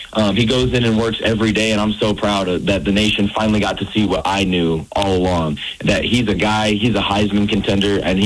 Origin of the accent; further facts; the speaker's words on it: Oklahoma, United States; born there; I was born in Oklahoma, huge Oklahoma Sooners fan growing up, and Oklahoma City Thunder fan.